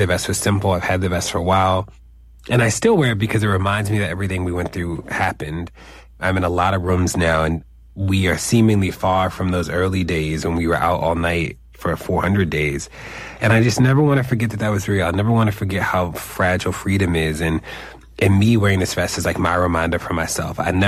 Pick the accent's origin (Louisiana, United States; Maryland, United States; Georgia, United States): Maryland, United States; Baltimore; I grew up in Baltimore.